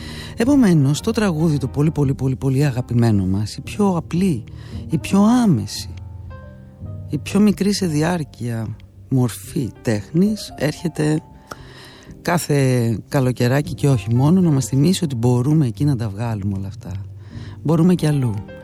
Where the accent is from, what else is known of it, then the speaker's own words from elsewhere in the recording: Piraeus, Attica, Greece; Το λέω ως Πειραιώτισσα, δικαιούμαι φαντάζομαι.